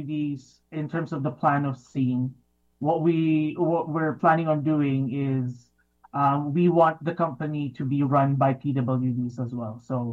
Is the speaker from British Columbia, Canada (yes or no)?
yes; Richmond, British Columbia, Canada; I grew up in Richmond.